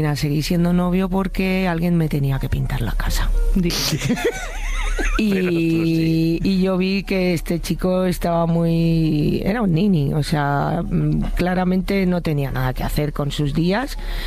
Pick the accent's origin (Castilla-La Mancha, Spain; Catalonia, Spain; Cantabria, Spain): Catalonia, Spain; Barcelona; Muchas veces de público allí en directo, porque yo soy de Barcelona.